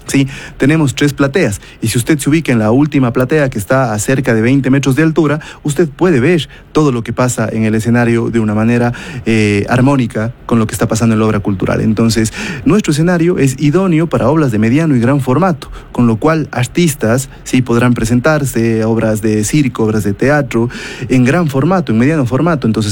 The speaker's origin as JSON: {"language": "Spanish", "country": "Ecuador"}